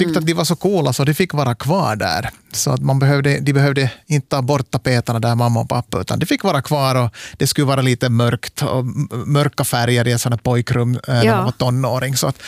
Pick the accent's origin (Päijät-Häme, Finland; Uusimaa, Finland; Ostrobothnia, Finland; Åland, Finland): Ostrobothnia, Finland; Korsholm; jag bodde ju i min ungdom i Smedsby, Korsholm, där utanför Vasa.